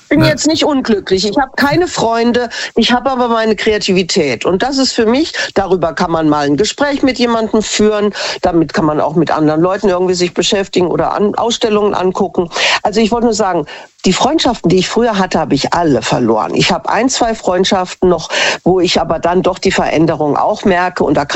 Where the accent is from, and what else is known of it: Hesse, Germany